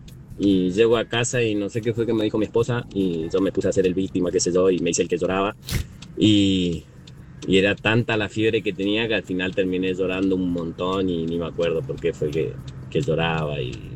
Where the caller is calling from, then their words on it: Neuquén, Argentina; de Neuquén.